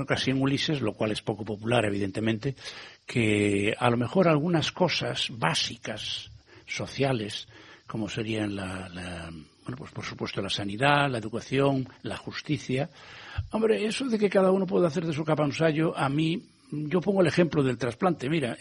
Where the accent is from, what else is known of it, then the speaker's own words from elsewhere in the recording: Galicia, Spain; nuestra natural humildad como gallegos